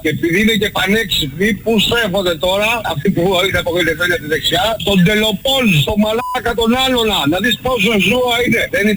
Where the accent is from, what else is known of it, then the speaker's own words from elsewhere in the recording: Northern Greece, Greece; Λοιπόν, είμαι Βορειοελλαδίτης και θα ήθελα να πω κάτι για τους βλάχους πατριώτες μου, τους Βορειοελλαδίτες